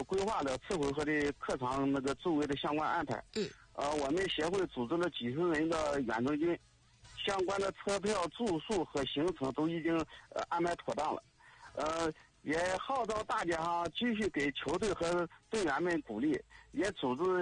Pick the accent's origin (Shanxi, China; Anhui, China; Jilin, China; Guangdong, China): Jilin, China; Yanbian; 让他们感受到咱们延边人的热情和好客